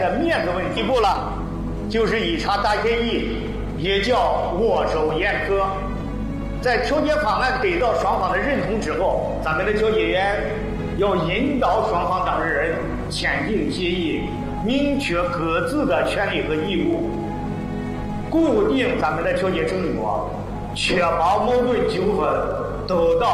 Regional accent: China

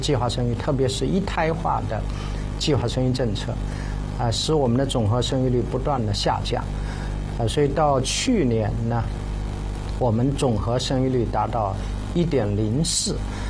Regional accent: China; 我们新中国成立的时候我们中国人的平均预期寿命呢也就是不到40岁

